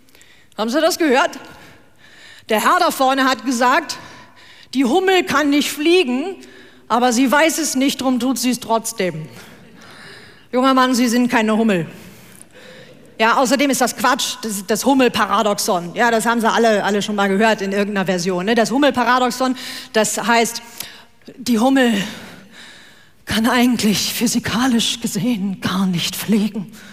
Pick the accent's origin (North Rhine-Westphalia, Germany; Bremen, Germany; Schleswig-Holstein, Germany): North Rhine-Westphalia, Germany; Ich komme aus Westfalen. Als wir klein waren